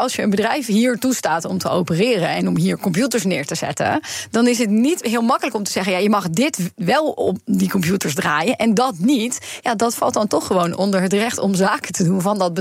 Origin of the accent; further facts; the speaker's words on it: Amsterdam, North Holland, Netherlands; Dan winnen wij er als Amsterdamse burgers echt helemaal niets mee.